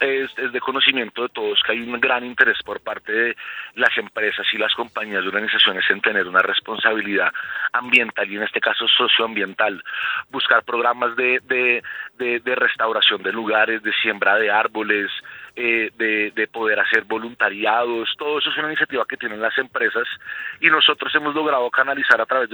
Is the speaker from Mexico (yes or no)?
no; Bogotá, Colombia; podamos en verdad identificarnos como bogotanos, colombianos